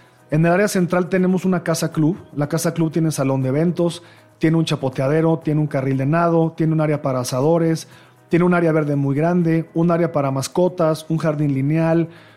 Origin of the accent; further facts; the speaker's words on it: Mexico; los mexicanos tenemos un paradigma o un mito